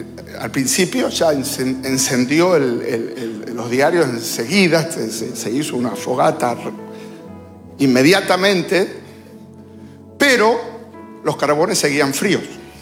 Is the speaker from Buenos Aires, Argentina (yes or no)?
yes; Buenos Aires, Argentina; Me crié en la Capital Federal